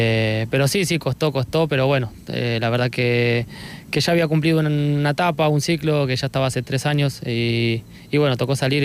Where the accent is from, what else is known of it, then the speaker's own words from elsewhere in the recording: Argentina; moved away; me cargan porque somos argentinos